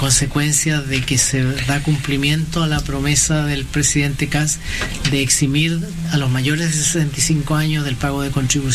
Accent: Temuco, Araucanía, Chile; Somos ambos de la Araucanía. Él es cunquino de Cunco, yo soy de Temuco.

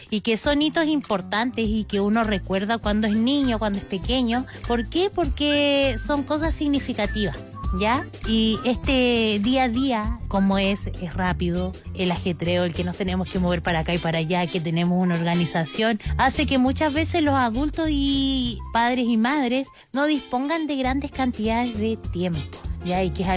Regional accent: Puerto Ibáñez, Aysén, Chile; yo en mi infancia, que mi infancia fue en Puerto Ibáñez

